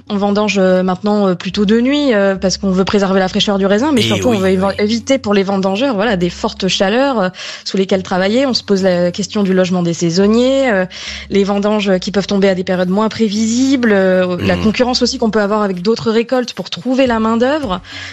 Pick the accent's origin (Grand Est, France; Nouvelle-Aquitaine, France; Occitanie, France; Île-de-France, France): Nouvelle-Aquitaine, France; Bordeaux; Bordeaux aussi, qui est ma région d'origine. Donc c'est vrai que je suis particulièrement attachée à leur sort.